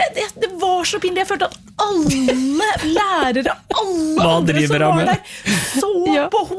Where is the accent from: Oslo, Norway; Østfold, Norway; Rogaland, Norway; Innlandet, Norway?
Østfold, Norway; Vang; born there; jeg kom jo da fra Vang, Vang skole, barneskolen